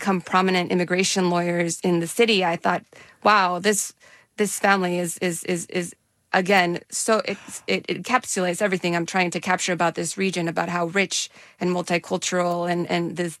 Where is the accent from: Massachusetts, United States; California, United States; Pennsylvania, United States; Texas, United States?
Texas, United States; El Paso; And I am from El Paso. I lived there. I knew there was a Asian American history.